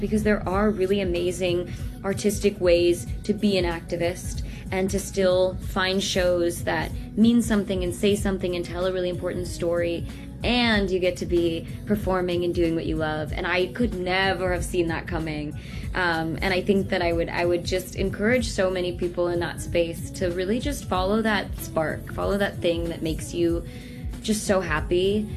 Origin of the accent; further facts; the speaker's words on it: Minneapolis, Minnesota, United States; moved away as an adult; I grew up in Minnesota, and so being in high school in 2020 in Minneapolis